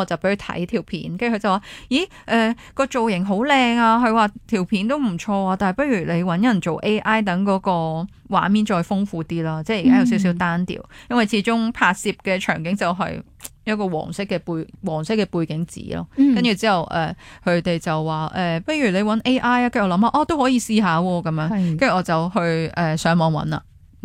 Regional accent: Hong Kong; 我系香港人唱泰文歌，

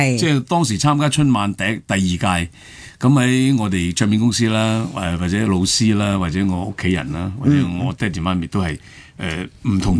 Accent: Hong Kong; 我经常说我是土生土长在香港。

